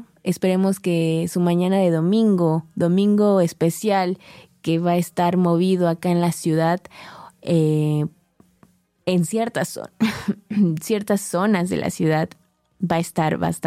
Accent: Mexico; nosotros como mexicanos

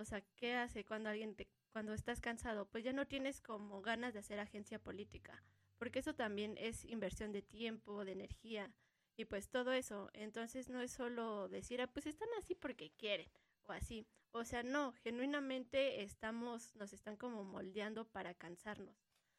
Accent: Ecatepec, State of Mexico, Mexico; yo cuando he dicho que soy de Ecatepec, siempre alguien hace una broma de, ay no, ahí matan, o justo como cuando conoces a gente de la ciudad y es, ah, sí, yo vivo en Ecatepec

